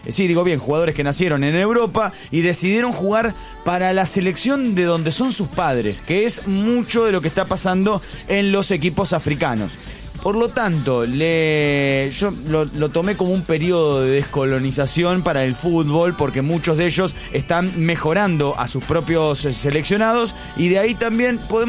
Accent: Argentina; es algo que nosotros los argentinos no perdemos

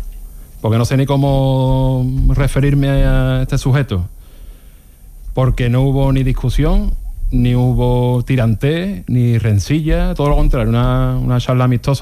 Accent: Spain; Nada, la casualidad que son de mi antiguo barrio donde yo nací y me crié, del tiro de línea.

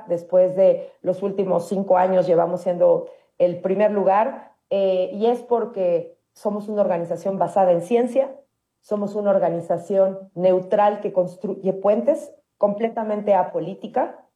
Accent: Mexico; Somos pandas mexicanas y mexicanos trabajando con la playera bien puesta por nuestra naturaleza.

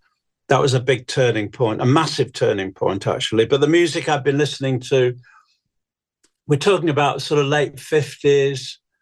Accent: Manchester, North West England, United Kingdom; I grew up in Manchester, north of England.

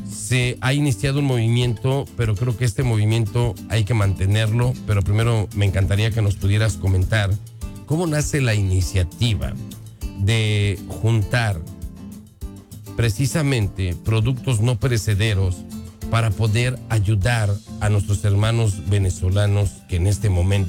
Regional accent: Mexico; nosotros como mexicanos, que nos tocó vivir en el 85

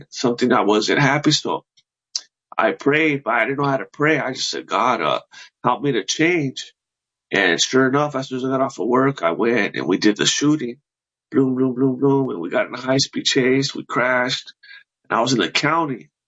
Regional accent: La Puente, California, United States; I'm from La Puente, California.

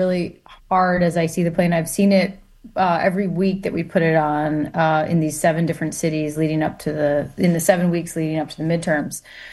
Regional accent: Michigan, United States; I think, to me, growing up in Michigan, I was born in 1979, grew up in the 80s. It was a union place.

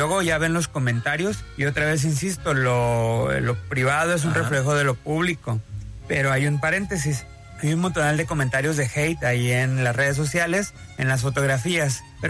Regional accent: Mexico; somos mexicanos, mexicanas, mexicanes

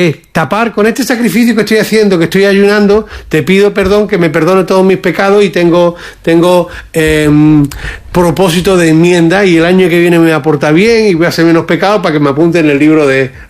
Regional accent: Melilla, Spain; Nosotros, vale, en Melilla, como venimos de la expulsión de España de 1492, de haber convivido con la población bereber en el norte de África

